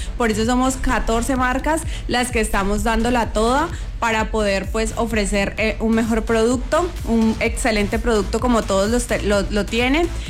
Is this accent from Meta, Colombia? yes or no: yes; Puerto López, Meta, Colombia; nosotros como llaneros.